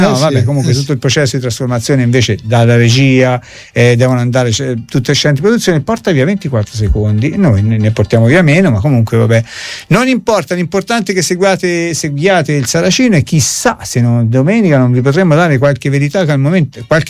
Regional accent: Arezzo, Tuscany, Italy; born there; Sono nata a Rigutino, quindi è Santo Spirito Rigutino.

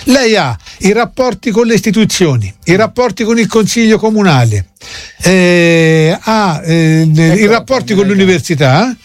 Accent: Pescaiola, Tuscany, Italy; io che sono di Pescaiola, no, perché no, sarei troppo lontano.

